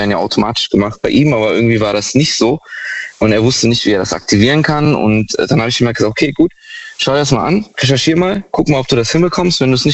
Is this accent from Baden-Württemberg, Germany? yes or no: yes; Baden-Württemberg, Germany; Ich komme aus der Ecke Heidelberg.